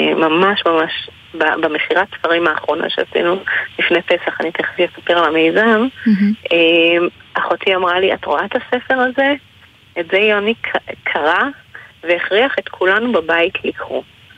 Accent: Modi'in, Central District, Israel; אני ממודיעין. נשואה. ארבעה ילדים, ברוך השם.

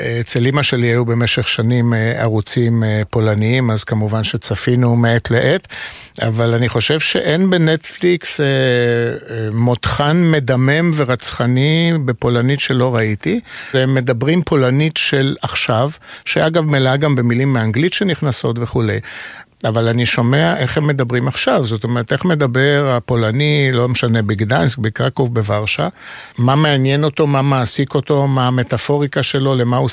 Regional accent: Tel Aviv, Tel Aviv District, Israel; also born or lived in Jaffa; נולדתי ביפו וגדלתי ברמת אביב של שנות ה-60, עליית גומוקה של שלהי שנות ה-50. אפשר היה להסתדר בשפה הפולנית או ביידיש בכל מקום בשכונה.

